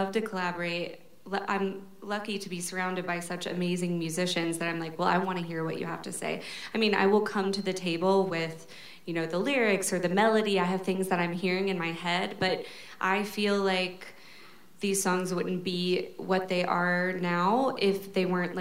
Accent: Knoxville, Tennessee, United States; moved away as an adult; also born or lived in Nashville, Tennessee / New York; I was born in Nashville. I lived there until I was 7 years old, and then we moved to Knoxville for my dad's job.

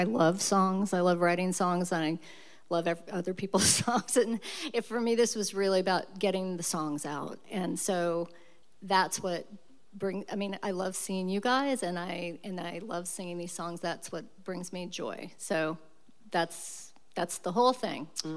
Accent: War, West Virginia, United States; Like, I went to school in War. I was born in War.

